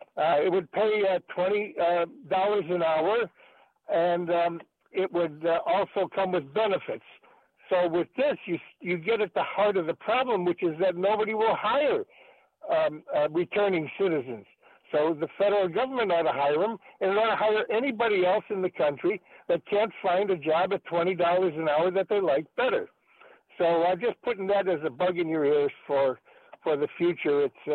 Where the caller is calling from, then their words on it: Vienna, Virginia, United States; I'm calling from Vienna, Virginia.